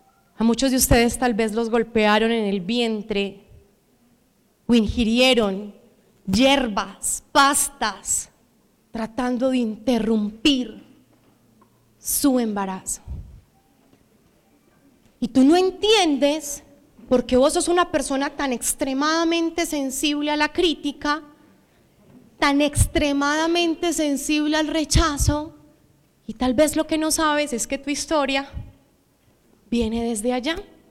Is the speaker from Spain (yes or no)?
no; Medellín, Antioquia, Colombia; nosotros somos de Medellín, pero a mi papá lo trasladaron a la hermosísima ciudad de Pereira a hacer un reemplazo.